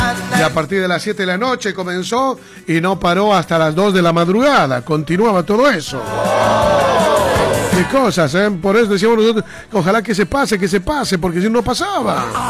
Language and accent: Spanish; Bolivia; Como buenos bolivianos también, ¿no? De rendirle un homenaje también a nuestra querida patria Bolivia